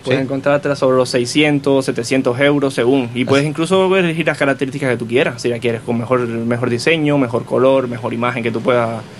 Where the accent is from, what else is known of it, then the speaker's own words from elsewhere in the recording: Cuba; moved away; yo soy cubano